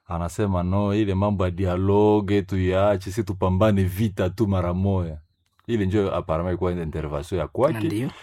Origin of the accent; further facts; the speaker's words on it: Bunia, Ituri, DR Congo; sisi tunaendelea mpaka Bunia kule kwetu.